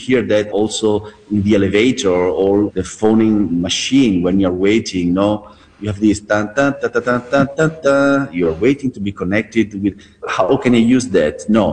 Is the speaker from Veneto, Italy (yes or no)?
yes; Venice, Veneto, Italy; Because Venice is my hometown